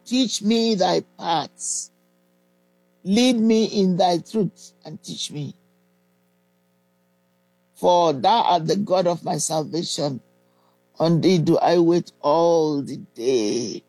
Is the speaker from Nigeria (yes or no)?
yes; Nigeria; moved away; I was raised in the Anglican Church in Africa, in Nigeria.